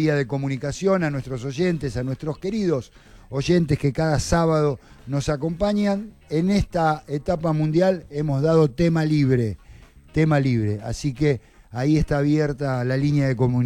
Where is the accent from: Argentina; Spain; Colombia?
Argentina